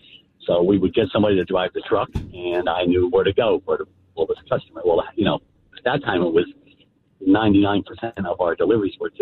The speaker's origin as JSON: {"language": "English", "town": "Totowa", "region": "New Jersey", "country": "United States", "said": "I'm from Totowa."}